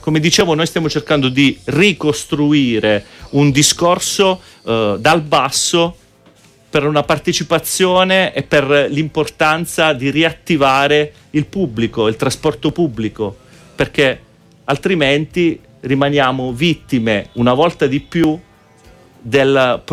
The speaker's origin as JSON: {"language": "Italian", "town": "Montegiordano", "region": "Calabria", "country": "Italy", "said": "vengo da Montegiordano"}